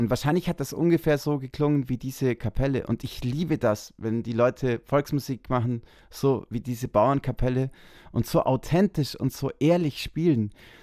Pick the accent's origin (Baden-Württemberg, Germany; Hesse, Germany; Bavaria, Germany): Bavaria, Germany; Weitestgehend ist das schon meine Heimat, aber Ebbs ist schon in Tirol. Meine Heimat ist ja das Oberallgäu und wir kommen nur 5 Kilometer von Tirol.